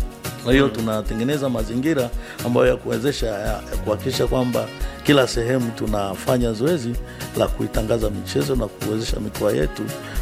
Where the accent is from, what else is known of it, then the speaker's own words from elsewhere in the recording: Kilimanjaro, Tanzania; Na mimi natoka kule Kilimanjaro, hali kama hii sio ngeni kwangu.